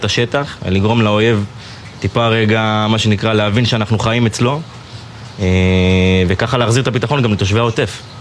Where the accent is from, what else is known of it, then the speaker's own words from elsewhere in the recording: Northern Israel, Israel; now in Gaza envelope, Israel; אני נולדתי בצפון, וכבר מגיל קטן אנחנו חיינו במלחמות, אם זה לבנון השנייה, ואם זה עכשיו, כל מה שקשור גם עכשיו בתקופה הזאת שאני גר פה בעוטף